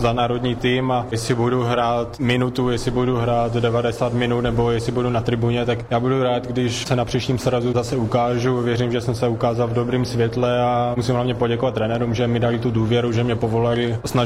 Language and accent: Czech; Mikulovice, Olomouc Region, Czechia; z malé vesnice z Mikulovic, kluk